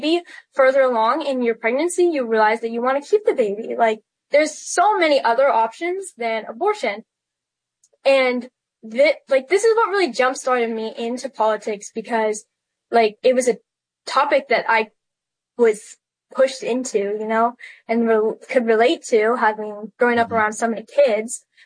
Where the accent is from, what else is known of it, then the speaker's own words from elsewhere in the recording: Idaho, United States; which is weird for the state that I grew up in. I grew up in Idaho, and it's just weird to see a liberal town, liberal high school.